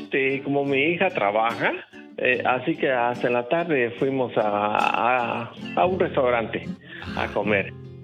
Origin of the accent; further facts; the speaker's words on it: Guanajuato, Mexico; Yo soy de Guanajuato.